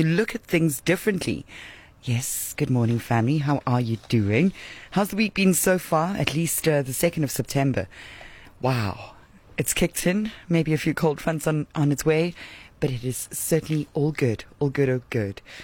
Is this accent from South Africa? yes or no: yes; South Africa; But as a South African, we certainly have no shortage of problems to solve.